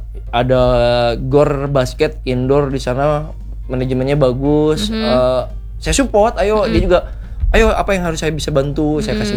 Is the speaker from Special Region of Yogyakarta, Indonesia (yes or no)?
no; Sukabumi, West Java, Indonesia; Cicuruk abis itu Cibadak, Cibadak. Baru kota saya.